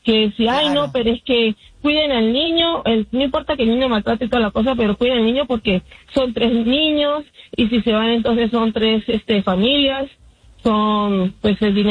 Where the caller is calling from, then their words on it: Utah, United States; Buenos días … estoy en el estado de Utah.